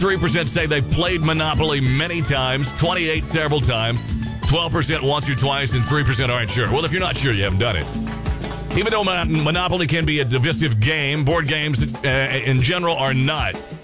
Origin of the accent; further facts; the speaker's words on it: Kentucky, United States; Vermont, my home state of Kentucky, and Alaska.